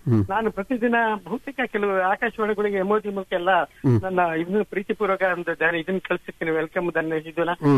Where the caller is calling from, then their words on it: Sirigere, Karnataka, India; Sirigere, Davanagere sir.